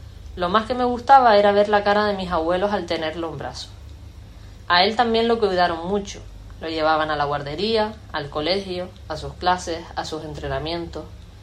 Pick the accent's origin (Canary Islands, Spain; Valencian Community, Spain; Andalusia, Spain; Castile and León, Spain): Canary Islands, Spain; Teror; Me gusta siempre hablarles de mi pueblo, de las fiestas, del chorizo, del agua de Teror.